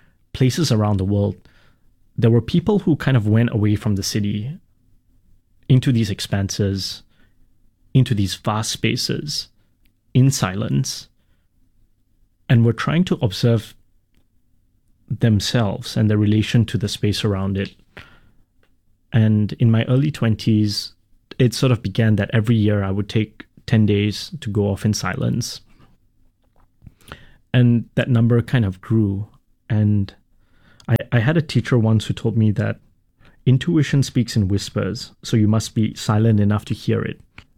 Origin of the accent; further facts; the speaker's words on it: Singapore; I grew up in Singapore